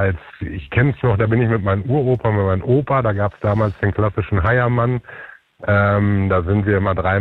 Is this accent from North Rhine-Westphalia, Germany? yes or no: yes; Münster, North Rhine-Westphalia, Germany; Ich bin ja gebürtiger Münsteraner